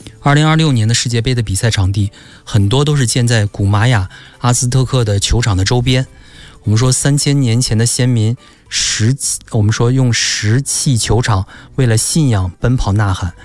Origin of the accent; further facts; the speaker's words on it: China; 我们中国人都应该更容易引起共鸣